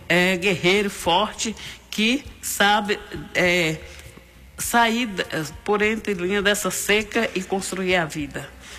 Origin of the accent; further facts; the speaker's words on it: Northeast Region, Brazil; E nós somos nordestinos com muito orgulho, com muito prazer e dignidade, né?